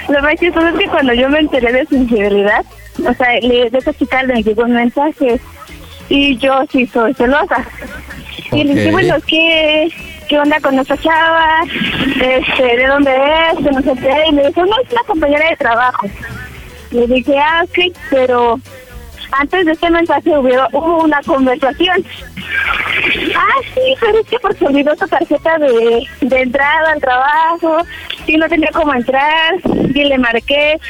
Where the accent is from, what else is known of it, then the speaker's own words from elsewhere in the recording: Xochimilco, Mexico City, Mexico; Tengo 26 y soy de Xochimilco.